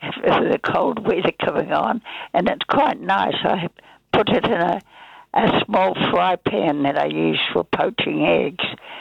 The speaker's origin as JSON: {"language": "English", "town": "Palmerston North", "region": "Manawatū-Whanganui", "country": "New Zealand", "tie": "born or raised there", "said": "I was brought up in Palmerston North, actually."}